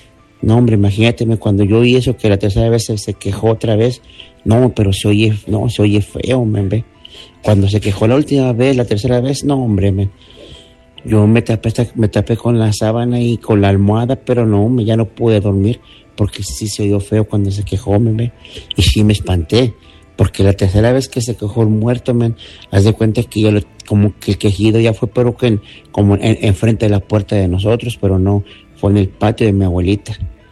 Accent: Apizaco, Tlaxcala, Mexico; Yo soy originario de Apizaco, Cerrito de Guadalupe.

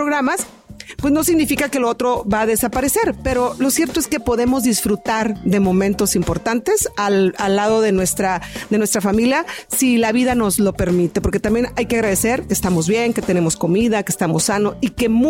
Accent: Mexico

